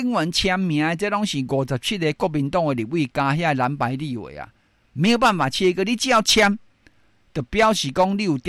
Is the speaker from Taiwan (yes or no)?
yes; Taiwan; 我们台湾人真的是还蛮善良的